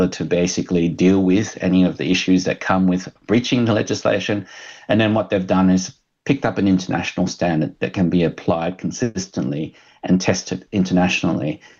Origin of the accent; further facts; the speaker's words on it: Australia; I'm from Australia